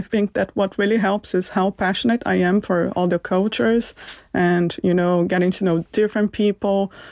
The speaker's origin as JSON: {"language": "English", "town": "Belém", "region": "Pará", "country": "Brazil", "moved": "as an adult", "lives_now": "London, United Kingdom", "said": "I'm from Brazil. I'm from the Brazilian Amazon, from a city called Belém."}